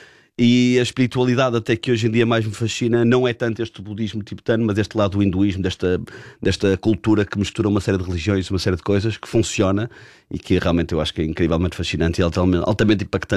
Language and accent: Portuguese; Portugal; nós somos portugueses